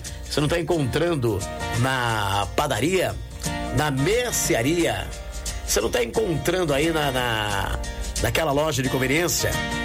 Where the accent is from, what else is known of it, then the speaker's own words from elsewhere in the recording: Descalvado, São Paulo, Brazil; moved away; Ah, alô, Descalvado, querida! Minha terra amada e inesquecível, onde tudo começou em minha vida, em 1983.